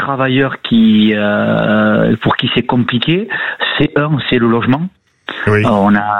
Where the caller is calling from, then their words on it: Bayonne, Nouvelle-Aquitaine, France; moi je suis à Bayonne.